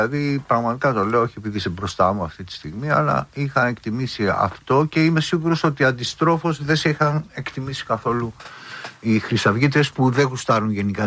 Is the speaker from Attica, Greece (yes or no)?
yes; Athens, Attica, Greece; Εσύ μάλιστα και εγώ που μεγαλώσαμε στην Κυψέλη